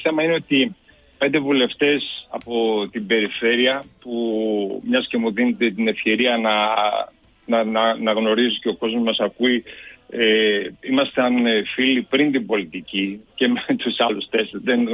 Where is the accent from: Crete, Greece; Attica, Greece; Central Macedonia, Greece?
Central Macedonia, Greece; εγώ είμαι ντόπιος, δεν είμαι πόντιος, αλλά είμαστε μέσα στους πόντιους, έχουμε γίνει πόντι όλοι